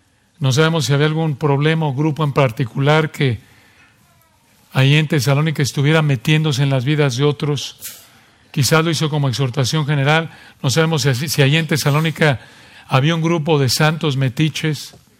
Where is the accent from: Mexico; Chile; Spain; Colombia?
Mexico; cuando éramos niños allí en México